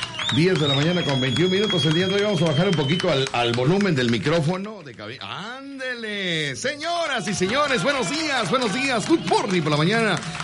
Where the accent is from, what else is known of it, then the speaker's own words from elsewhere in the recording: Mexico; Me mentaron la Mauser mucho, pero no saben que yo soy mexicano. Yo mexicano, aguanta las mentadas de Mauser